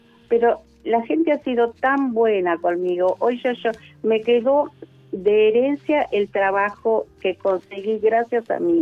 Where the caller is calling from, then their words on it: José C. Paz, Buenos Aires Province, Argentina; de José Paz.